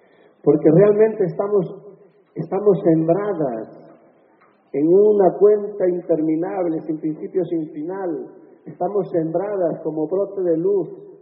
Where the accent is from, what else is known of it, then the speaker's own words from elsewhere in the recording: Galicia, Spain; Lo sentimos mucho, somos gallegos.